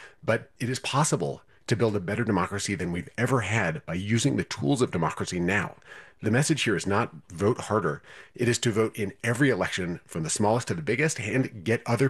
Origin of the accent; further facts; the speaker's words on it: Wisconsin, United States; including the progressive movement in my home state of Wisconsin, the capital P progressive movement.